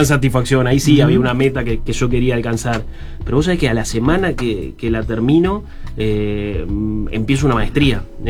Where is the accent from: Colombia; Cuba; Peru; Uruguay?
Uruguay; como todo uruguayo, muy apasionado del deporte.